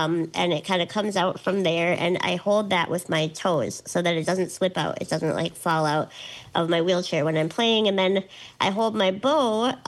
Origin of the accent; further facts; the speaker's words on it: Duluth, Minnesota, United States; I was raised in Duluth, Minnesota, and I still call that town home. I really love it up here.